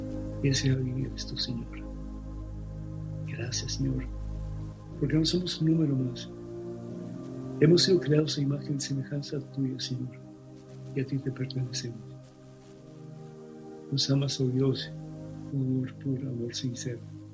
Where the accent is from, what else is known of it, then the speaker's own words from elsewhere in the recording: Cuba; Yo te pido, Madre Santísima, que nos ayudes en este tiempo difícil de nuestra vida, como cubanos y como latinoamericanos.